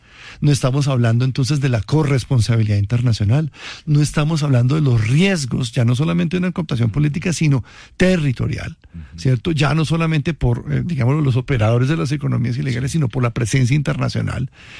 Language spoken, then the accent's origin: Spanish; Colombia; nosotros como colombianos